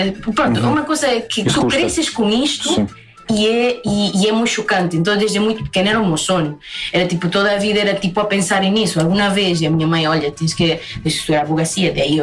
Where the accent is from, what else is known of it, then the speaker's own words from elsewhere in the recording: Pucallpa, Ucayali, Peru; Portuguese is a second language; E por acaso, de onde eu sou, que é Pucallpa, é o rio Ucayali.